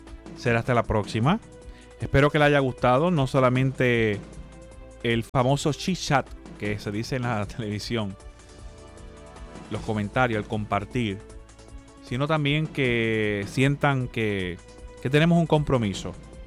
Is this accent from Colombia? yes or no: no; Puerto Rico; Yo soy boricua, para que tú lo sepas.